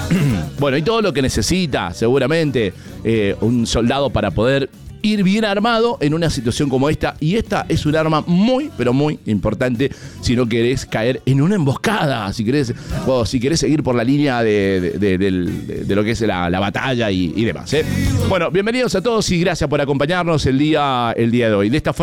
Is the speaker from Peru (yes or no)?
no; Argentina; Y como argentinos es como que siempre creemos que nos las sabemos todas.